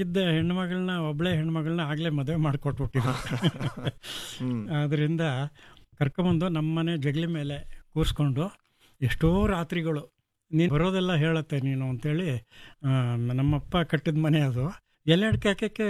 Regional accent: Kyathanahalli, Karnataka, India; ಅದನ್ನ ಹಾಡಿದವರು … ಅಂತೇಳಿ, ನಮ್ಮೂರ್ನವ್ರೆ, ನಮ್ಮ ಬೀದಿಯವರೇ.

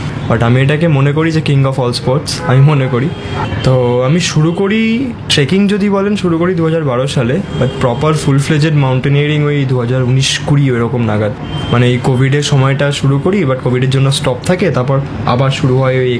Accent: India; আমি first Indian যে বিশ্বের সর্বোচ্চ আগ্নেয়গিরি ওহোজ দেল সালাদো মাথায় আমি ভারতের জাতীয় সঙ্গীত দিয়েছিলাম

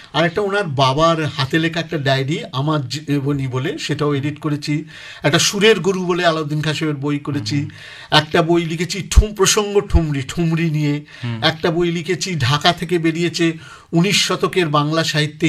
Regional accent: Kolkata, West Bengal, India; আমি মামার বাড়িতে মানে দেশপ্রিয় পার্কেই মানুষ হয়েছি, আর আমার পৈতৃক বাড়ি ফার্ন রোডে।

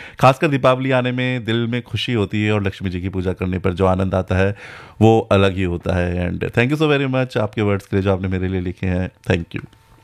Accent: Uttarakhand, India; गढ़वाल उत्तराखंड से, मतलब हम भी वहीं से हैं

